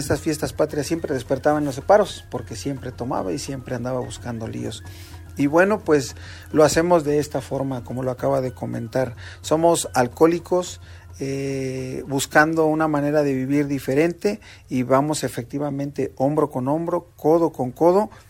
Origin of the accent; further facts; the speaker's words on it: Mexico; porque somos mexicanos también